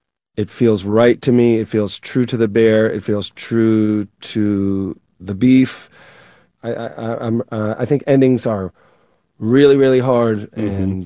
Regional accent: New England, United States; You know, I was raised in New England. I self-censor myself

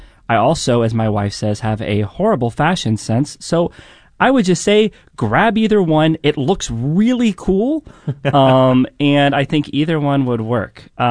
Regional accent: Memphis, Tennessee, United States; now in St. Louis, United States; I'm from Memphis. Originally, we called it a toboggan.

